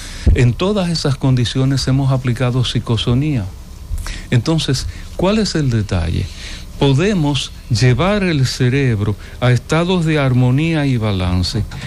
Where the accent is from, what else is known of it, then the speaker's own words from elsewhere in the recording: Nagua, María Trinidad Sánchez, Dominican Republic; also born or lived in San Francisco de Macorís; yo nací en San Francisco de Macorís, crecí en Nagua, y mi padre tenía finca.